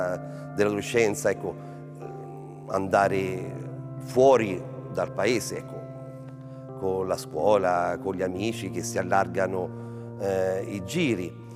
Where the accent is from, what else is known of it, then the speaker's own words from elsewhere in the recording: San Lorenzo Nuovo, Lazio, Italy; also born or lived in Orvieto; Io sono nato a Orvieto, ma sono cresciuto nel paese mio della famiglia, San Lorenzo Nuovo.